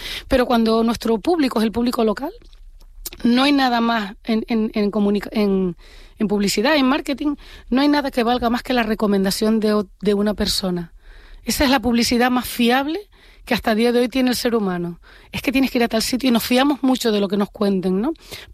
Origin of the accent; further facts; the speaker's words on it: La Palma, Canary Islands, Spain; born there; Y luego en La Palma me voy a mi restaurante favorito, que está en mi pueblo